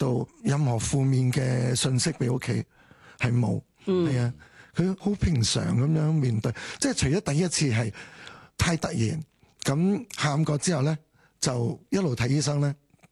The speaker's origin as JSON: {"language": "Cantonese", "town": "Shunde", "region": "Guangdong", "country": "China", "said": "因為我係順德人嚟嘅，我煮嘢係別有一手嘅。"}